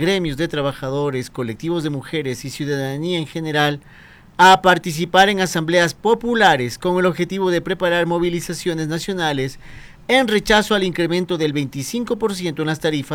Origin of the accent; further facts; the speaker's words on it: Ecuador; O sea, que somos todos los ecuatorianos que pagamos con los impuestos la compensación, algo así.